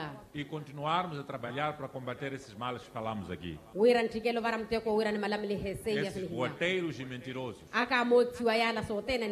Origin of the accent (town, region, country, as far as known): Mozambique